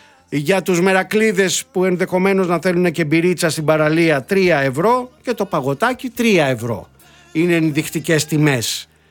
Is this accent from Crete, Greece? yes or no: no; Molaoi, Peloponnese, Greece; το λέμε και εμείς στο χωριό μου και στους Μολάους το λέμε το by the book.